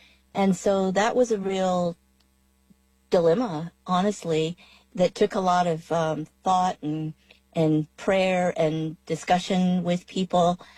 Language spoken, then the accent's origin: English; Crown Point, New Mexico, United States; now in Prosser, United States; and I am originally from Crown Point, New Mexico, and currently live in Prosser.